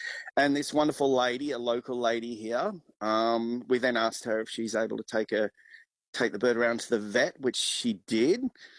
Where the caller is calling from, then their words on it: St George, Queensland, Australia; We're currently at St George, heading our way all the way down to Broken Hill to the Monday Bash.